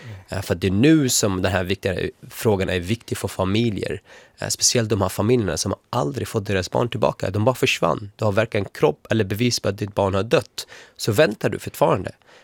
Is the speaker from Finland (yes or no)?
no; Syria; och det tillbringar oss någon form av frid som man behöver som syrier som har lidit i 14 år